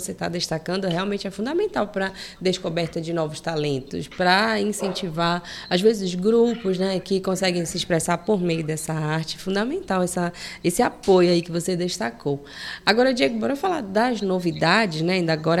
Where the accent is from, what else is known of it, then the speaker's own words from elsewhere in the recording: Amazon, Brazil; esse sentimento de pertencimento enquanto amazônida que somos.